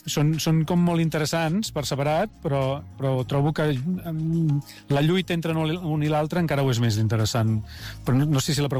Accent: Barcelona, Catalonia, Spain; moved away as an adult; now in Garrotxa, Spain; nosaltres som de Barcelona tota la vida, però fa 8 anys vam fer aquest pas de marxar cap a un poble petit de la Garrotxa

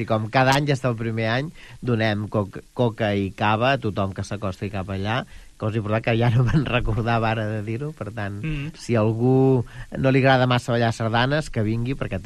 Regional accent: Pineda de Mar, Catalonia, Spain; que em vaig criar a Pineda en els primers anys

